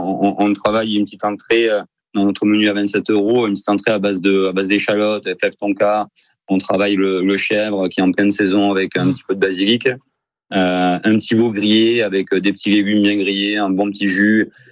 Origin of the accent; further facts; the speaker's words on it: Langon, Nouvelle-Aquitaine, France; moi je suis originaire de Langon